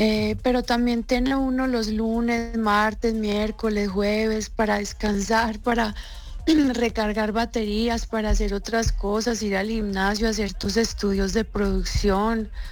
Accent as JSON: {"language": "Spanish", "region": "Antioquia", "country": "Colombia"}